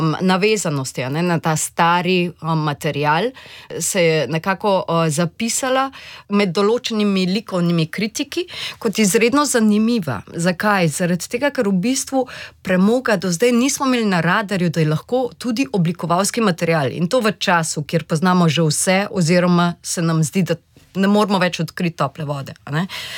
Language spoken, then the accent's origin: Slovenian; Central Sava, Slovenia; Odraščala sem v rudarski koloniji